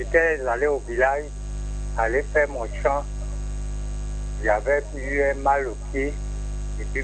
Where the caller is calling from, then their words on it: Abidjan, Côte d’Ivoire; Je suis de Yopougon.